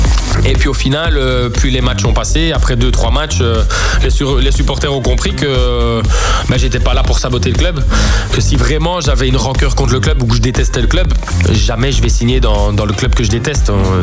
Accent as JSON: {"language": "French", "region": "Wallonia", "country": "Belgium", "said": "Et en tant que Wallon, te faire accepter chez les Flamands..."}